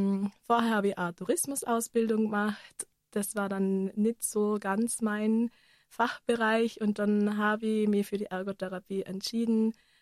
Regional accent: Innsbruck, Tyrol, Austria; ich komme aus Innsbruck

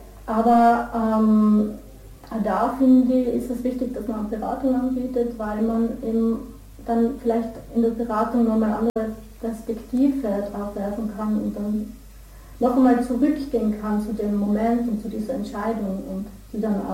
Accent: Tyrol, Austria; Weil es ein sehr stigmatisiertes Klima ist bei uns in Tirol, und sicher nicht nur bei uns, sondern allgemein.

